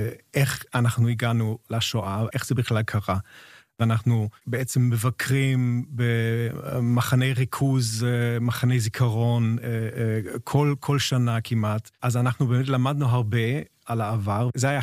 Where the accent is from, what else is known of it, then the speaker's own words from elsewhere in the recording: Germany; Hebrew is a second language; בוודאי שזה היה משהו מאוד מיוחד לחיות בישראל בתור גוי גרמני.